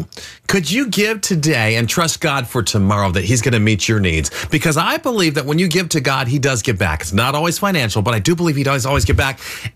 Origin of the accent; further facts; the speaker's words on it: San Bernardino, California, United States; moved away as an adult; also born or lived in Washington State; I was born and bred in Southern Cal.